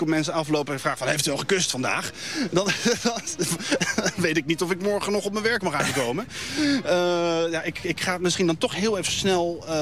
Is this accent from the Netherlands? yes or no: yes; Voorburg, South Holland, Netherlands; Ik zat in de tweede van het Dalton Voorburg. Basketbalveldje. Ja. Achter het huis waar ik ben opgegroeid.